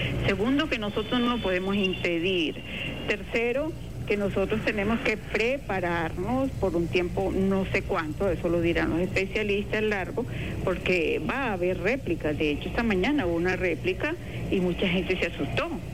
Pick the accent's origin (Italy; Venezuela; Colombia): Venezuela; primero porque dentro de nuestra identidad como venezolanos está la solidaridad.